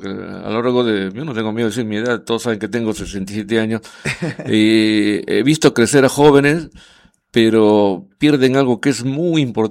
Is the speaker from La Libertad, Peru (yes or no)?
yes; Trujillo, La Libertad, Peru; moved away; yo soy de Trujillo